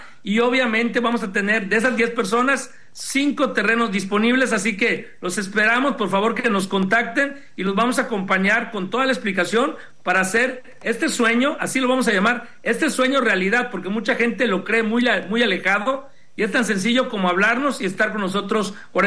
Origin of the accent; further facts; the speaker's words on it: Yucatán, Mexico; siendo yucateco